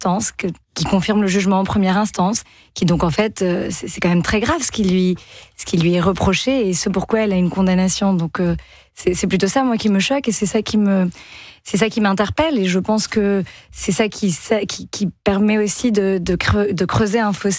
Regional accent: France

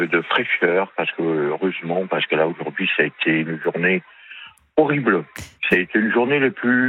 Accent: Réunion, France; born there; moved away as an adult; also born or lived in Metropolitan France; now in Antony, France; J'ai grandi à La Réunion, mmh. Je suis métropolitain.

